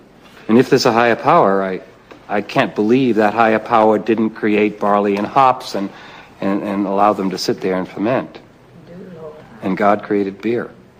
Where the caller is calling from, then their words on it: New England, United States; I come from New England. I come from a long line of sober people.